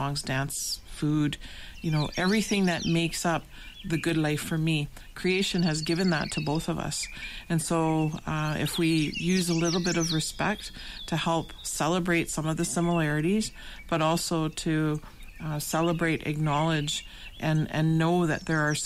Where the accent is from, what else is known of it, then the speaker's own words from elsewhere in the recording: Manitoulin Island, Ontario, Canada; now in Sault Ste. Marie, Canada; I come from the Crane Clan. I am originally from Manitoulin Island, on a community known as Wakumakong Unceded Indian Territory, and currently reside here in Bawating, or Sault Ste. Marie, Ontario, Canada, in the heart of the Great Lakes region, on beautiful Turtle Island.